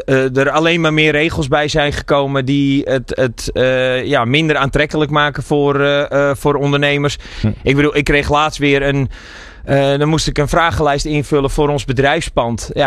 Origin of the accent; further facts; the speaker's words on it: Netherlands; ben hier geboren en getogen in Nederland.